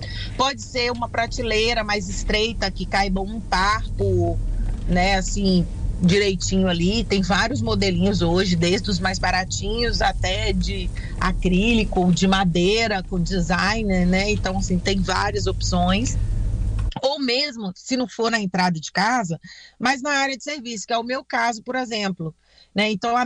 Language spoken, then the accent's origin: Portuguese; Minas Gerais, Brazil; Eu sou mineira do interior